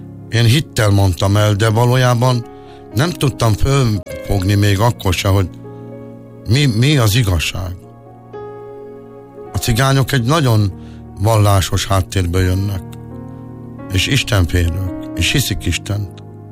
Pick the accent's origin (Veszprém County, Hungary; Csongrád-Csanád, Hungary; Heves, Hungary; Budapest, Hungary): Budapest, Hungary; Budapesten, a hétkerületben, mert én Klauzár téren nőttem föl, ott is jártam suliba, a Dohány utcába